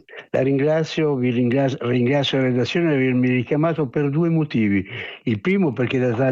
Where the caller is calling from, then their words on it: Senigallia, Marche, Italy; Chiamo, telefono da Montignano di Senigallia